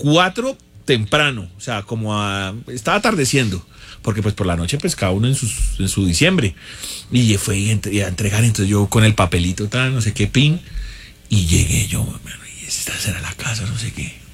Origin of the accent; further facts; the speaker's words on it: Colombia; Y como buen colombiano, pues por ganarme esa plata y responsable, dije, sí, yo las llevo.